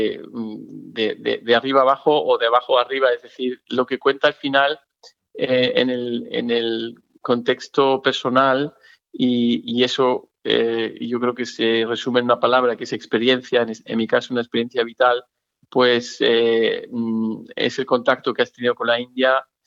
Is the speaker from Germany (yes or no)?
yes; Germany; yo recuerdo, por supuesto, con muchos en la infancia, cuando yo me crié en Alemania, pero cuando veníamos a España, a Valladolid